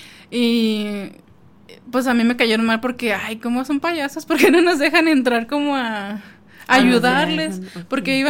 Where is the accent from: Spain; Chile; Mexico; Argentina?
Mexico; Ciudad Juárez, Chihuahua; Sí, soy de aquí de Juárez.